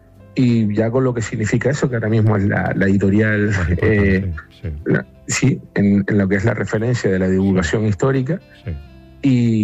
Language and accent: Spanish; Canary Islands, Spain; soy el primer canario que gana este premio